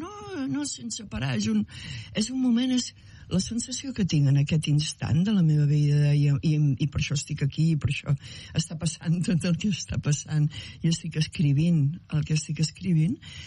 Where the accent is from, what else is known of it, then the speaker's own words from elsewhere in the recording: Calella, Catalonia, Spain; Mira, vaig néixer a Calella, vaig estudiar a Calella, em vaig enamorar a Calella. Vaig ser filla de dos artistes de Calella.